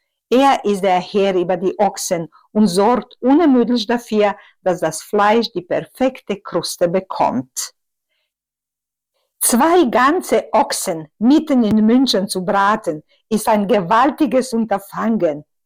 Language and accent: German; Otok, Northern Bosnia, Bosnia & Herzegovina; German is a second language